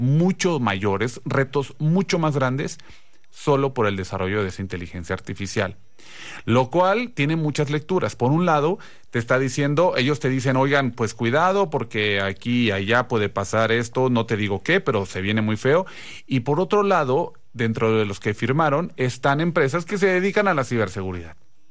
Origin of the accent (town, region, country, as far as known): Mexico